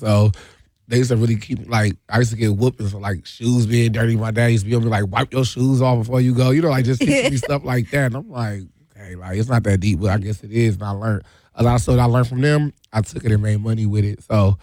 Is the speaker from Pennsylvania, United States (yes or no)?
no; Milwaukee, Wisconsin, United States; I'm from Milwaukee, 414. You know, I love my city down.